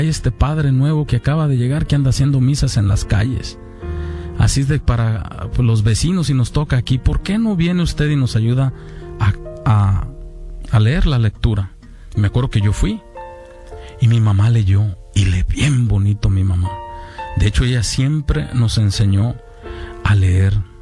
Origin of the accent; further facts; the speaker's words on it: Zapotitlán de Vadillo, Jalisco, Mexico; lo mandaron a mi pueblo, ahí en Zapotitlán